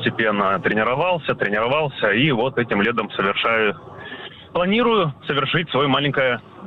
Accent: Stavropol, Stavropol Krai, Russia; now in Krasnodar, Russia; я сам родом со Ставрополя, переехал в Краснодар. Родственники все остались в Ставрополе.

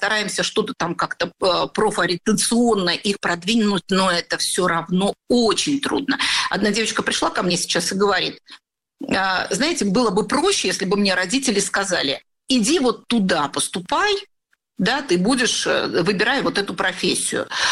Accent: Velikiye Luki, Pskov Oblast, Russia; moved away as an adult; now in Tver Oblast, Russia; Я же из Великих Луг.

